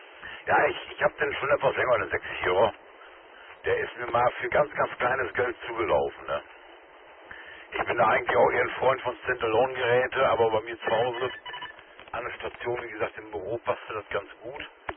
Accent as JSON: {"language": "German", "town": "Aarhus", "region": "Central Denmark Region", "country": "Denmark", "lives_now": "Germany", "said": "Ich komme aus Aarhus. Und bin da gerade unterwegs Richtung Dülmen."}